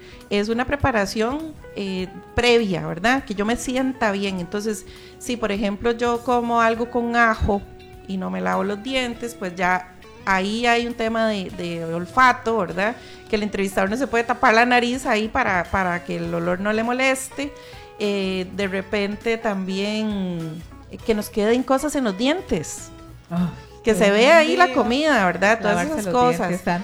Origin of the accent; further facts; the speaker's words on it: Heredia, Costa Rica; yo soy de Heredia